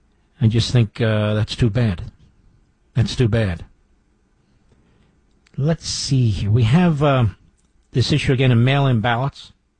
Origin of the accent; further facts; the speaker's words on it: Pennsylvania, United States; also born or lived in Virginia; I remember when I was growing up in Pennsylvania, but also I remember as a young man in Virginia